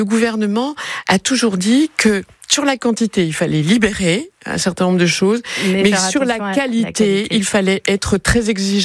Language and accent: French; Bourgogne-Franche-Comté, France; Pas plus que chez moi, dans le Haut-Doubs, dans le massif du Jura, nous ne sommes habitués à cela.